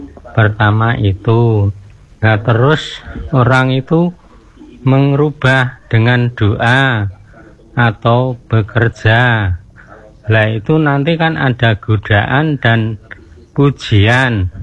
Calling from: Kotagede, Special Region of Yogyakarta, Indonesia; Izin tanya, Saya dari … Kota Gede.

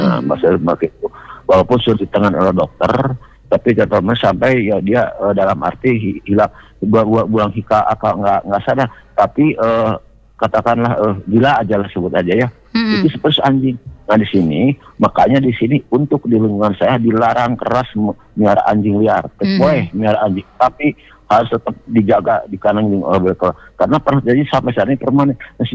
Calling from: Bandung, West Java, Indonesia; tepatnya di Kabupaten Bandung Timur.

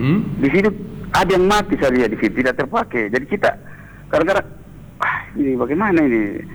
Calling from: Pinrang, South Sulawesi, Indonesia; saya walaupun saya orang Pindah tapi sering turun ke Polman

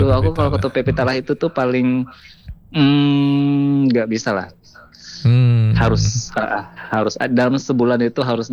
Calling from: West Sumatra, Indonesia; Kalau kita orang Padang pasti cari rendang yang agak pedes sedikit.

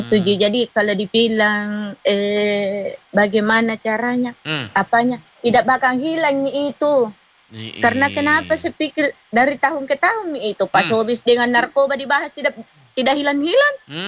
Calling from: South Sulawesi, Indonesia

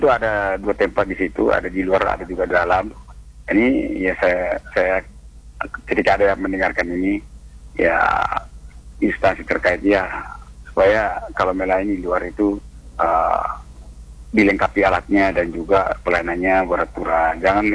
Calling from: Lembang, West Java, Indonesia; di daerah saya sendiri Kecamatan Lembang ini

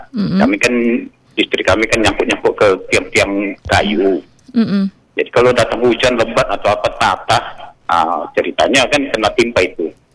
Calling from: Indonesia; saya orang Muara Pajar

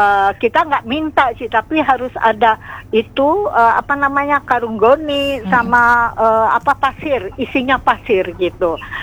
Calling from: Lembang, West Java, Indonesia; saya dari Lembang, Bandung, jauh.

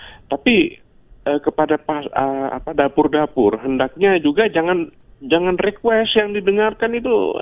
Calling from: Samarinda, East Kalimantan, Indonesia; Saya kan Samarinda Utara

